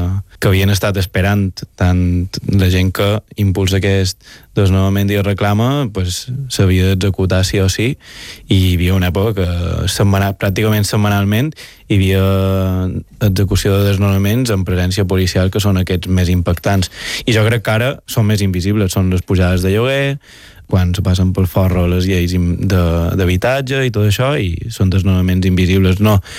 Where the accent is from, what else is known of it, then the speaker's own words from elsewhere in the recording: Balearic Islands, Spain; mos coneixem d'això de fer temes junts i tots som mallorquins.